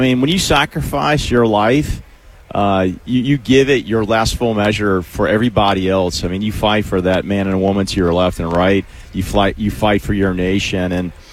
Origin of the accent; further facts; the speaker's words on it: Orange Park, Florida, United States; When I grew up in Orange Park, Rich, it's funny, people would say, how was it in your neighborhood?